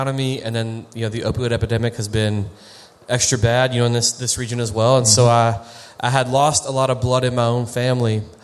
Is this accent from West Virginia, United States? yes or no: yes; West Virginia, United States; in my home state